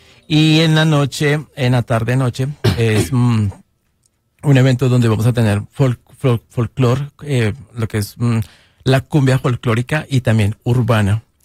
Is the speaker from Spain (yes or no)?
no; Colombia; pues yo soy colombiano, entonces vamos a ver el partido allí en pantalla gigante